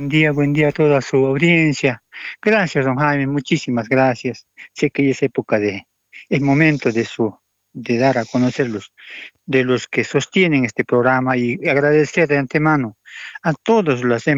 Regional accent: Tarija, Bolivia; Yo soy tarijeño, no defiendo un partido político, no defiendo. Yo solo defiendo, grito por mi Tarija, porque soy bien parido en esta tierra.

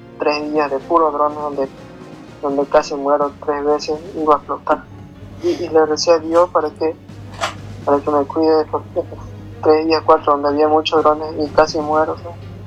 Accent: Bolivia; moved away; soy de Bolivia

